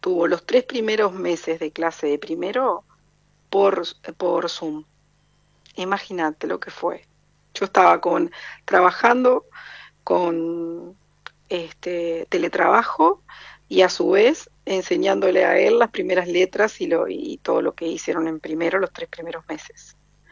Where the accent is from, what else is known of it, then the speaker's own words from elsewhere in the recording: Uruguay; born there; el pueblito este que yo te digo, donde yo nací, también es muy muy bonito